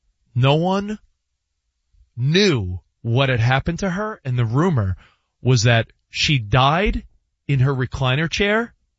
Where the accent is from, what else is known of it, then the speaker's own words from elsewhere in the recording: Garden City South, New York, United States; In between my house growing up and the local park, Garden City South Park, there was some good basketball, courts.